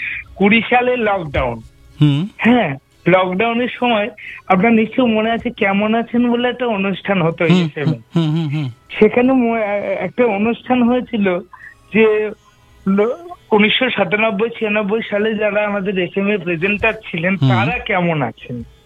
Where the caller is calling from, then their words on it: Malda, West Bengal, India; মালদা থেকে।